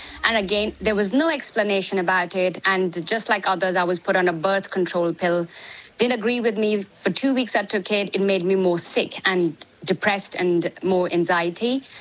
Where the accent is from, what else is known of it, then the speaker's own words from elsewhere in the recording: India; So I was born and raised in India, and I'm 45